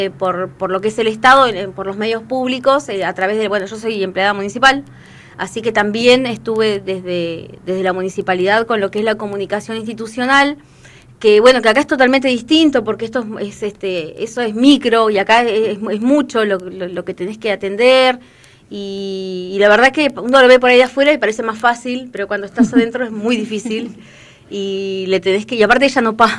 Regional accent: Puerto San Julián, Santa Cruz, Argentina; now in Río Gallegos, Argentina; yo soy de Santa Cruz, soy de San Julián, pero yo me vine a Río Gallegos

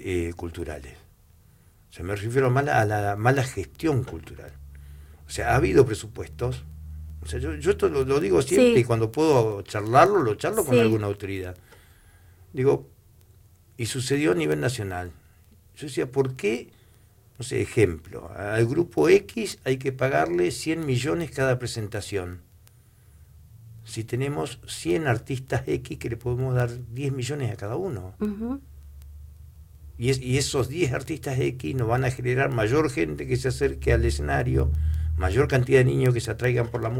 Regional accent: Santa Cruz, Argentina; capaz el encierro, la estepa misma nos hace más duros. Más hoscos, tal vez.

